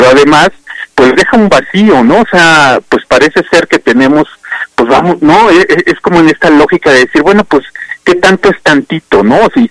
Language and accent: Spanish; Mexico; nosotros como mexicanos